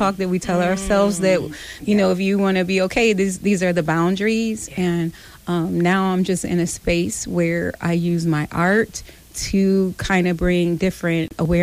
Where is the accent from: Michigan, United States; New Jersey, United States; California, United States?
Michigan, United States; Battle Creek; Battle Creek is my hometown